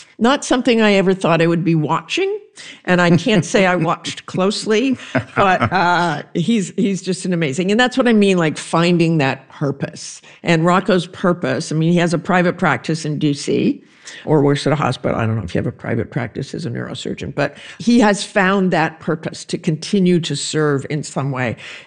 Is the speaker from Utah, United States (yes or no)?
yes; Salt Lake City, Utah, United States; born or raised there